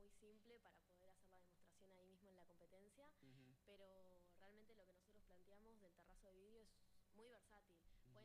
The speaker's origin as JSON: {"language": "Spanish", "region": "Neuquén", "country": "Argentina", "said": "Somos dos de acá en Neuquén"}